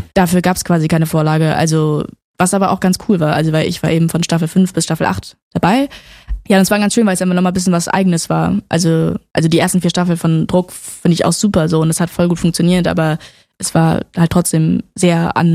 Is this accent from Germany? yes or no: yes; Berlin, Germany; also born or lived in Männedorf, Switzerland; ich komme aus Berlin